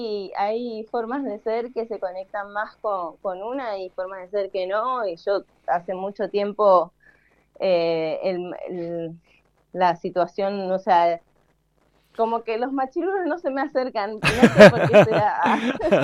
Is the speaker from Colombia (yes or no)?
no; Buenos Aires, Argentina; yo soy oriunda de acá, o sea, yo soy de...